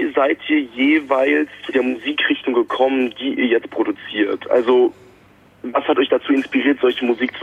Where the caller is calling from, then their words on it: Japan; ich rufe aus Japan